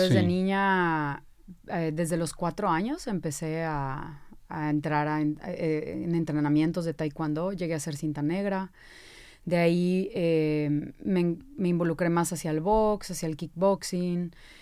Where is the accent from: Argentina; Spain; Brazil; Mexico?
Mexico; Veracruz; Yo soy de Veracruz. Soy de Veracruz, paso muchísimo tiempo ya en la Ciudad de México, debido también a los talleres, a los seminarios, todo como estas pláticas.